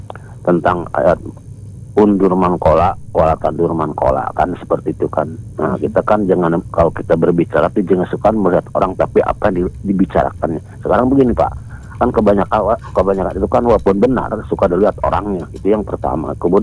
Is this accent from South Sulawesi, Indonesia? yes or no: no; Garut, West Java, Indonesia; also born or lived in Bogor; Sebetulnya saya juga kelahiran Bogor, cuman besar di Garut. Bahkan bapak saya orang Bogor, ibu saya yeah. Garut.